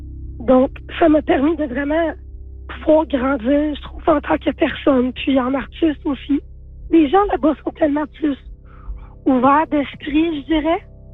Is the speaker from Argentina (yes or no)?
no; Hearst, Ontario, Canada; en tant que personne queer, en grandissant ma classe à Hearst. J'ai jamais connu une autre personne qui était comme moi.